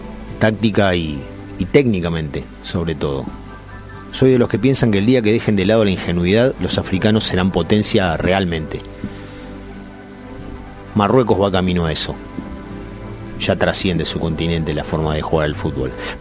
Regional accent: Argentina; Somos argentinos

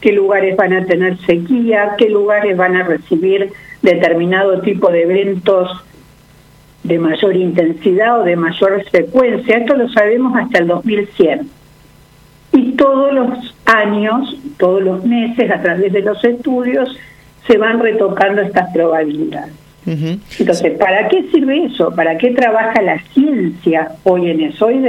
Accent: Santa Fe, Argentina; soy santafesina

